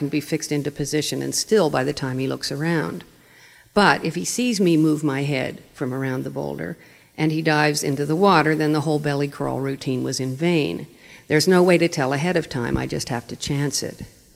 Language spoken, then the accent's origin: English; Pittsburgh, Pennsylvania, United States; I'm from Pittsburgh